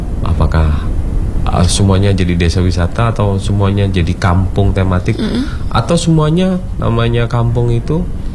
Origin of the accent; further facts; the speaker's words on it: Batu, East Java, Indonesia; di desa saya sendiri, di desa Pesanggerahan itu